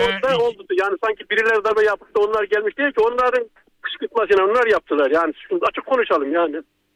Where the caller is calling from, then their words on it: Istanbul, Turkey; ben İstanbul'dan arıyorum.